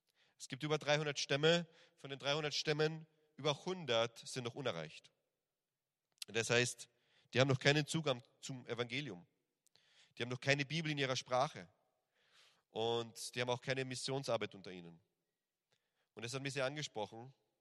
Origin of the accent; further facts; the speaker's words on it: Villach, Carinthia, Austria; moved away as an adult; von unserer Gemeinde in Österreich, also ich komme aus Villach in Kärnten im Süden von Österreich